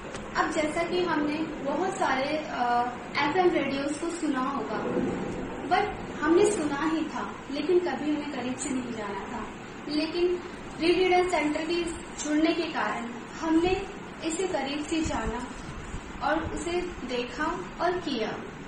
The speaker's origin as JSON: {"language": "Hindi", "region": "Delhi", "country": "India", "said": "और मैं दिल्ली से हूँ।"}